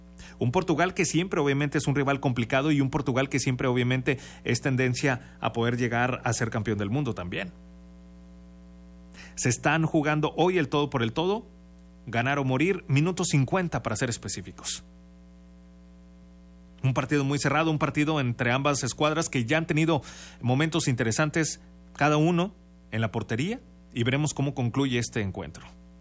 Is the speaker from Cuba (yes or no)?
no; Mexico